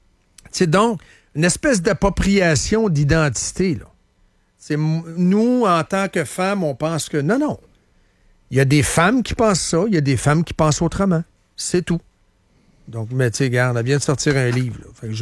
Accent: Quebec, Canada; Je suis un Québécois.

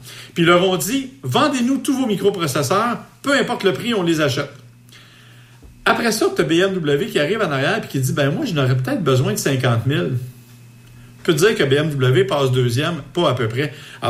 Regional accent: Saint-Hyacinthe, Quebec, Canada; chez nous à Saint-Hyacinthe

